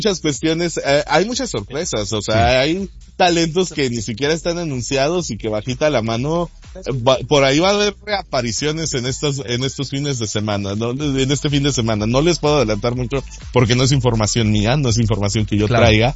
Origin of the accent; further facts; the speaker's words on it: Mexico; Somos los únicos mexicanos que vamos a tener acceso a esa alfombra.